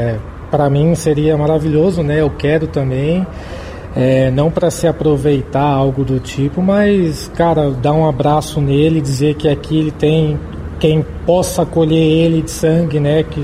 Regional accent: Brazil; born there; Eu sou nascido no Brasil, o italiano da minha família é meu tataravô

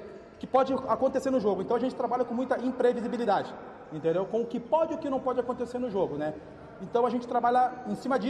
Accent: Pato Branco, Paraná, Brazil; Sou de Pato Branco, Zona Sul, Pinheirinho. Criado e abençoado aqui, nascido no São Lucas ali.

